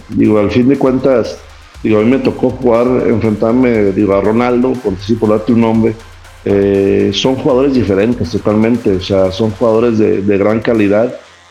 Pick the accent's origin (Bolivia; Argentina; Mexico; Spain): Mexico